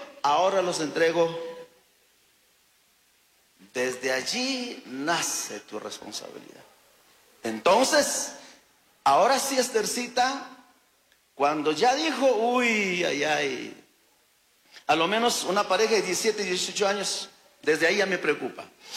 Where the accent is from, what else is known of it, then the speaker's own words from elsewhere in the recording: Chimborazo, Ecuador; yo soy de Cacha